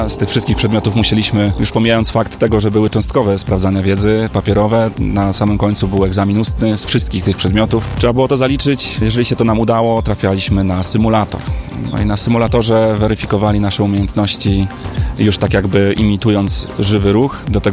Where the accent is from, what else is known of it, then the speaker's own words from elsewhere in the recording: Poznań, Greater Poland Voivodeship, Poland; ja jestem poznaniakiem